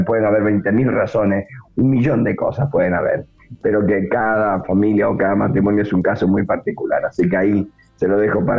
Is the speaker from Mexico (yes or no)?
no; Argentina; soy argentino y me gusta que Argentina gane